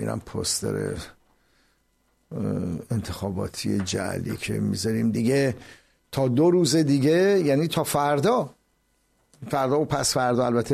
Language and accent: Persian; Iran; چون ما ایرانی هستیم